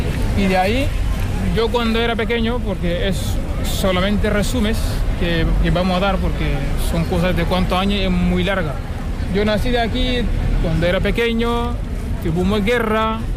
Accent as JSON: {"language": "Spanish", "region": "Lac", "country": "Chad", "tie": "born or raised there", "also_born_or_lived": "N'Djamena, Chad", "second_language": "Spanish", "moved": "yes", "lives_now": "Spain", "said": "Yo soy de Chad. Yo nací en Capital. Se llama N'Djamena, pero desde pequeño fui a vivir con mi abuelo en un lago de Chad que se llama Lago, y por ahí es desierto"}